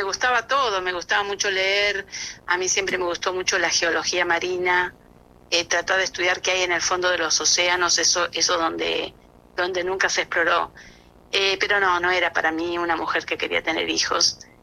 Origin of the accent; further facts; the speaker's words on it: Trenque Lauquen, Buenos Aires Province, Argentina; Yo soy de Trenquelauquen